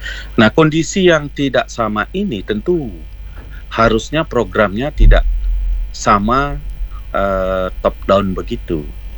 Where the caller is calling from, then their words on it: Tabanan, Bali, Indonesia; di Tabanan. Selamat pagi juga kawan-kawan pemirsa RRI Denpasar. Saya dari Paguyuban Nelayan Bali memantau.